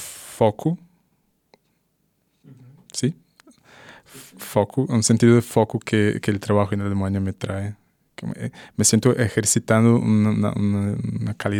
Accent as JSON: {"language": "Spanish", "country": "Brazil", "tie": "born or raised there", "also_born_or_lived": "Portugal", "said": "ese plan para estar en Brasil haciendo eso en mi ciudad natal."}